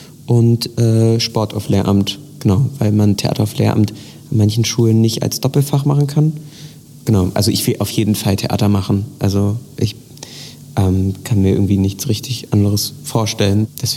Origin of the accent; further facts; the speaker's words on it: Weimar, Thuringia, Germany; ich komme aus Weimar und lebe auch noch in Weimar